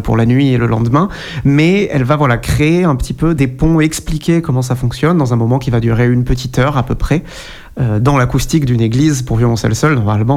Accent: Martinique, France; Parce que j'ai grandi en Martinique

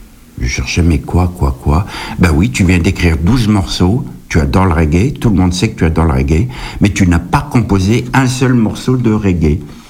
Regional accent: France; also born or lived in Kabylie; J'ai grandi en France, j'en ai bien sûr fait mon pays, mais j'ai gardé beaucoup d'influence de mes racines.

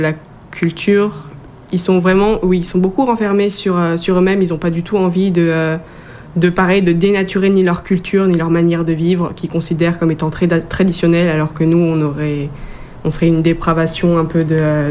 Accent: Quebec City, Quebec, Canada; Donc, quand on dit « Moi, je suis de Québec, toi, t'es de France. »

